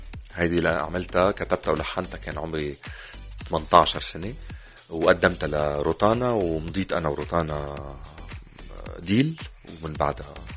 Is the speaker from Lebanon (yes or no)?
yes; Lebanon; ما عندنا بلبنان في مناطق حلوه كمان